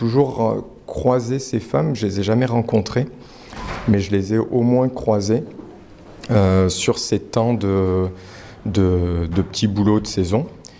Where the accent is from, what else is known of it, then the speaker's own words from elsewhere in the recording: Auvergne-Rhône-Alpes, France; moi, je suis originaire d'Ardèche, du sud de l'Ardèche, donc une ruralité, quand bien même je ne suis pas de famille paysanne, absolument pas, plutôt famille ouvrière, mais étant jeune à la campagne, j'ai travaillé dans les champs, les vendanges